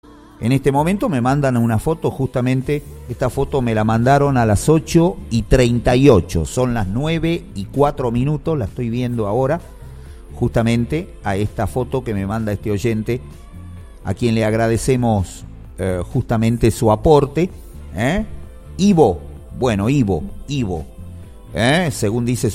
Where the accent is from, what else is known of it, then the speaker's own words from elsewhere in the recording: Argentina; Así somos de tontos los argentinos a veces, ¿eh?